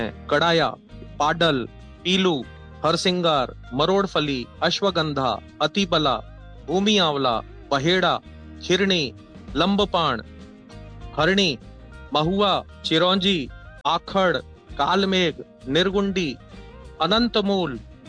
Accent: Rajasthan, India

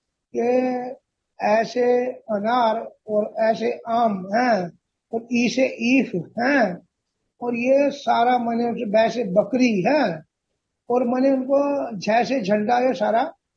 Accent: Damla, Haryana, India; हम पांच बहन भाई अपने गांव दामला में हमारा जन्म हुआ।

